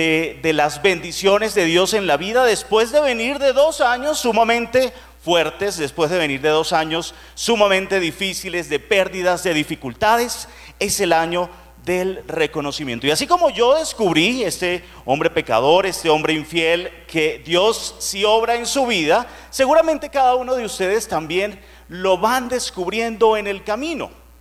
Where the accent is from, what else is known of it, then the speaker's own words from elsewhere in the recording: Venezuela; moved away as an adult; now in Colombia; Yo vengo de un hermoso país, vecino a este país, soy venezolano, tengo 8 años viviendo ya acá en Colombia